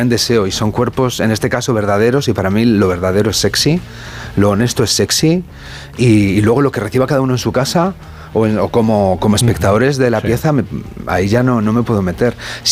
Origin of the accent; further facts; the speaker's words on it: Valladolid, Castile and León, Spain; Yo soy castellano, sí. De Valladolid